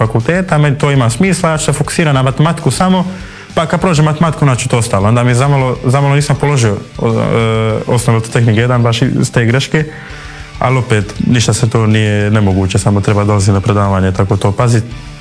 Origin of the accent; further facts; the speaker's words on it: Dubrovnik, Dubrovnik-Neretva County, Croatia; Pa, mislim, ja sam tu iz Dubrovnika i ja sam tamo bio pohađao elektrotehnički smjer